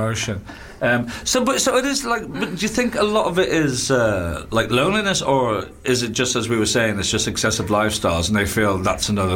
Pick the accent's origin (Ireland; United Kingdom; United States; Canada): Ireland; I'm Irish.